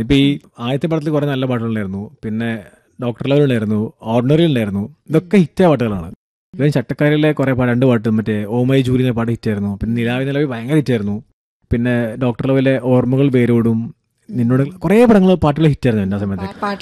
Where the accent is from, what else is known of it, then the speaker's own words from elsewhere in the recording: Tanur, Kerala, India; ഞാൻ ഒരു മലപ്പുറംകാരനാണ്, എൻ്റെ നാട് മലപ്പുറം താന്നൂരുണ്ട് നാട്.